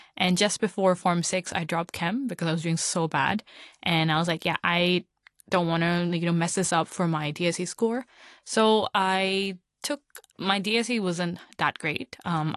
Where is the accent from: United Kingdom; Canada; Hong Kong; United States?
Hong Kong; as Eamon mentioned. So, I am ethnically Punjabi and born and raised here in Hong Kong. I'm currently a second generation in Hong Kong. So, my parents came here first and I was born here.